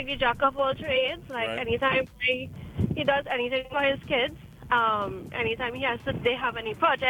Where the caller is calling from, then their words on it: Princes Town, Trinidad & Tobago; I'm from Princess Town.